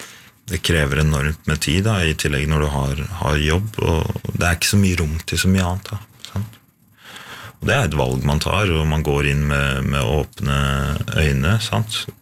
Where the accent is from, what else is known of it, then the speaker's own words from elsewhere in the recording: Skedsmokorset, Akershus, Norway; jeg er fra Skedsmokorset, men familien er fra Finnskogen, ja.